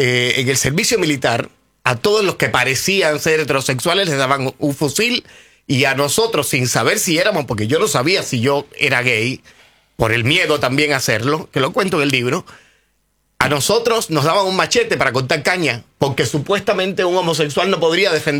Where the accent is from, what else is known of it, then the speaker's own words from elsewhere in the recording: Cuba; moved away; Esa es la casa donde yo nací y esa casa se la quedó el gobierno cuando yo me fui de Cuba